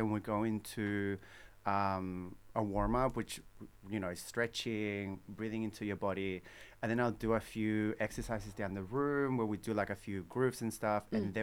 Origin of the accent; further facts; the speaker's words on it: Chile; moved away; I'm from Chile.